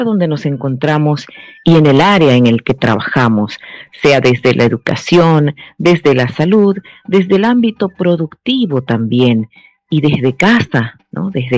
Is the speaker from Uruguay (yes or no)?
no; Bolivia; nosotros como ciudadanos bolivianos estamos aportando al progreso de nuestro país